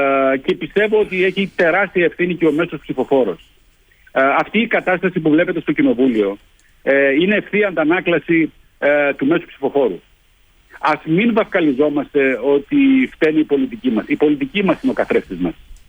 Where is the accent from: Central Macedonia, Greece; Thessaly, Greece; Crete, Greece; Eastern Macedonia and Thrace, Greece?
Central Macedonia, Greece; Veria; είμαι περήφανος για τον τόπο μου και την Βέρεια